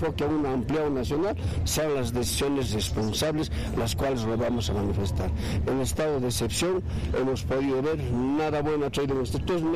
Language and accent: Spanish; Bolivia; Como bolivianos creemos que tenemos que ser consecuentes